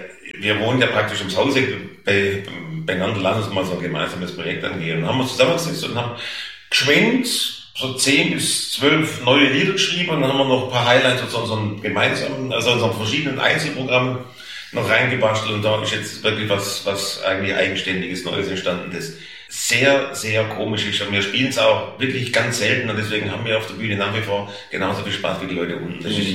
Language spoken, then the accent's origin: German; Stuttgart, Baden-Württemberg, Germany; accent: Swabian; ja, ich komme aus Stuttgart, spreche aber Oxford-Schwäbisch und da haben wir schon mal einen Lacher.